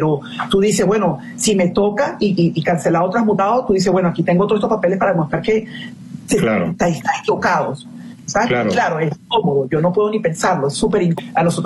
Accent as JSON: {"language": "Spanish", "country": "Venezuela", "moved": "yes", "lives_now": "United States"}